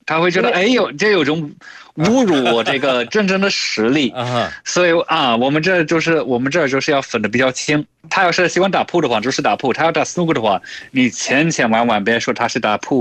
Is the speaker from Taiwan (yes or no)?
no; United Kingdom; Chinese is a second language; 但我这种来自英国、中文普通话说的还可以的人，没准我上辈子就是陕西人。